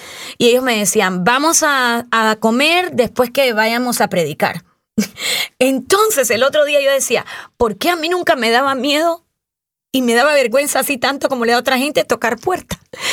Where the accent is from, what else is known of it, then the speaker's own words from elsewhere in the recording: Cuba; Yo soy cubana, pero me quedé sin papá cuando tenía 10 años. Inmigró a los Estados Unidos y me quedé con una hermanita y una mamá.